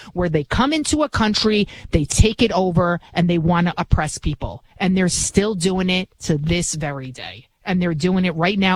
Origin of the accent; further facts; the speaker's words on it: New York, United States; Oh, 100%. I mean, my entire family's here because I would leave.